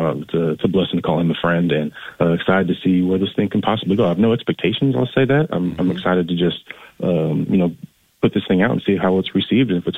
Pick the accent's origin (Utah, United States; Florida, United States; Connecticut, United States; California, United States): California, United States; Los Angeles; he's from Fresno, I'm from Los Angeles.